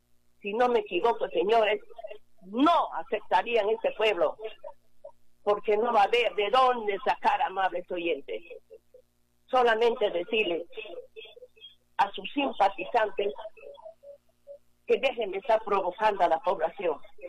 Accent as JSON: {"language": "Spanish", "town": "Aguaytía", "region": "Ucayali", "country": "Peru", "said": "es un pueblo tranquilo, Aguaitía, mi pueblo, el pueblo de mis abuelos"}